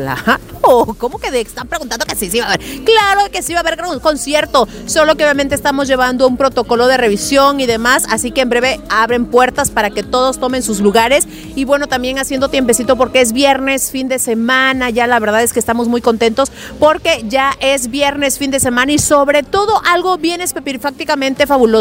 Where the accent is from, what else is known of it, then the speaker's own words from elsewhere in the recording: Chiapas, Mexico; Ah, no, así somos los chiapanecos.